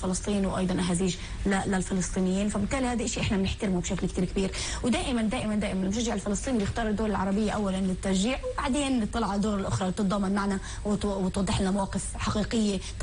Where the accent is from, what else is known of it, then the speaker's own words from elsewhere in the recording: Palestine; إحنا بالنهاية دائما إحنا بنحكي بلسان فلسطيني أولا وعربي ثانيا.